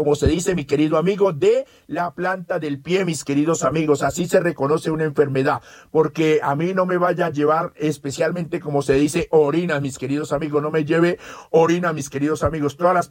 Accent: Nariño, Colombia; Yo soy de acá, de la Sierra Nariño, Conocí una chica, yo tengo en este momento, tengo 50 años de edad

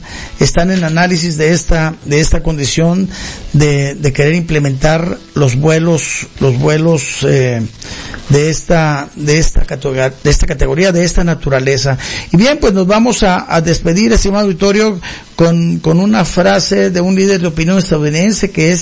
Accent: Mexico; Y usted se preguntará, ¿y México? Y nosotros como mexicanos, ¿cuál es nuestra expectativa en este segmento, en este sector?

